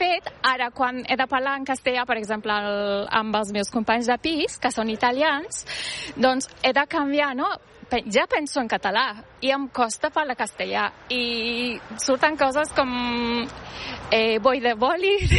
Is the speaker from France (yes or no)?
no; Turkey; Catalan is a second language; moved away as an adult; also born or lived in Madrid; now in Catalonia, Spain; I jo, com a estrangera, doncs em sento molt bé, molt acollida entre els catalans. I no tinc un grup de turcs, per exemple. Jo em moc bastant entre catalans, perquè, clar, he vingut aquí per parlar català i viure a Catalunya així, no?